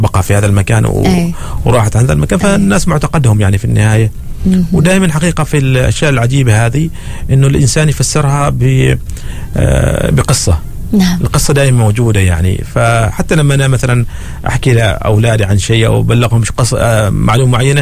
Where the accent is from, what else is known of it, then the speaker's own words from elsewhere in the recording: Al Awabi, South Al Batinah, Oman; في منطقة استال في ولاية العوابي عندنا